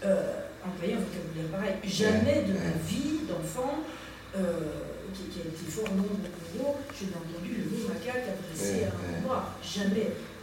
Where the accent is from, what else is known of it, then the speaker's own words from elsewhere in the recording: Katanga, DR Congo; À la même époque, moi j'ai vécu, j'ai passé toute mon enfance à l'est, au Katanga.